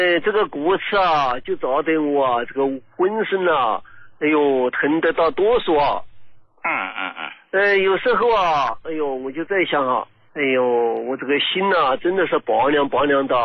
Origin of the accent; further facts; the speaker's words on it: Sichuan, China; 胡老师啊，我是四川的一个听众。